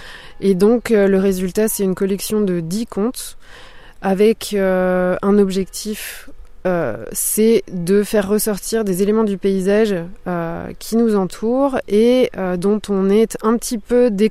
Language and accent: French; Centre-Val de Loire, France; je suis architecte. Et je suis originaire du Richelais.